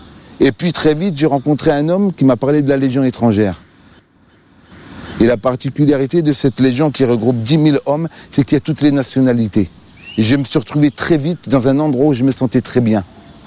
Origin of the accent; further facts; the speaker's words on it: Algeria; Moi, en tant qu'Algérien, je voulais être un homme fort. Avec ma religion musulmane, je pensais être quelqu'un de capable.